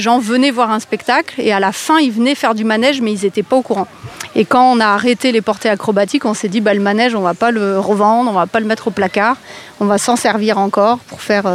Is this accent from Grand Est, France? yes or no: no; Nouvelle-Aquitaine, France; Nous, on vient de Creuse, donc on est loin de chez vous.